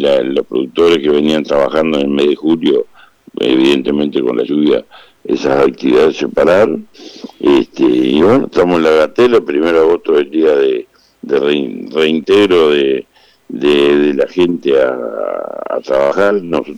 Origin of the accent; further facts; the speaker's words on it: Rincón del Pino, San José, Uruguay; moved away as an adult; now in Lascano, Uruguay; El primero de agosto del año 1978, yo me vine de mi rincón del Pino Natal, o sea, estoy cumpliendo 48 años en la zona